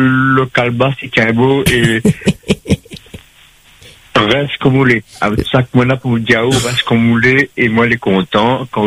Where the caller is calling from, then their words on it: Nantes, Pays de la Loire, France; Ben, de Nantes.